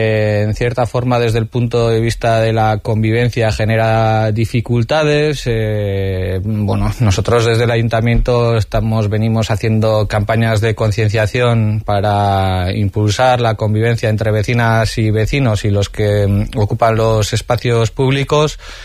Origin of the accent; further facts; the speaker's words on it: Hondarribia, Basque Country, Spain; muchas de las personas que somos de Hondarribi